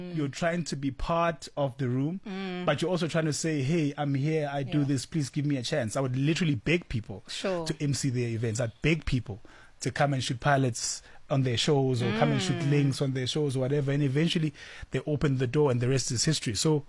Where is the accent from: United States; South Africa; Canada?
South Africa; Brayton, Mpumalanga; I'm a kid from Brayton, Mpumalanga. I don't know anybody in Joburg.